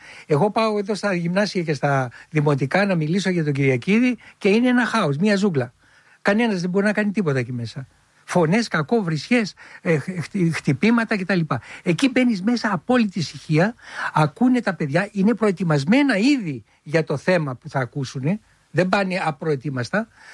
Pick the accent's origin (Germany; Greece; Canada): Greece; Filothei, Attica; Εγώ γεννήθηκα στη Φιλοθέη. Γέννημα θρέμα. Γέννημα θρέμα, Φιλοθέη.